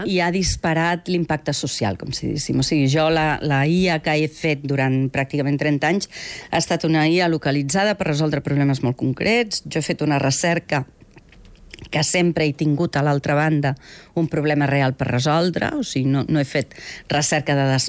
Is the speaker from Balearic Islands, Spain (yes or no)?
no; Figueres, Catalonia, Spain; now in Barcelona, Spain; jo vaig venir a estudiar de Figueres a Barcelona